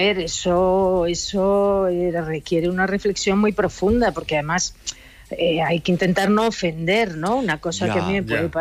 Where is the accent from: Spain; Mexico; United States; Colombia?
Spain; Castile; Pero los valencianos nos sorprendieron con unos bocatas, para los que somos castellanos, que nos sorprenden